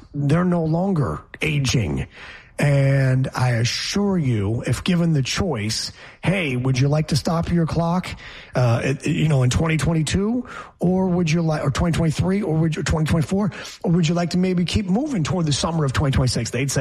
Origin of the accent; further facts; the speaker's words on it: New York, United States; Hey, I'm a New Yorker. You forget. I'm from the Empire State.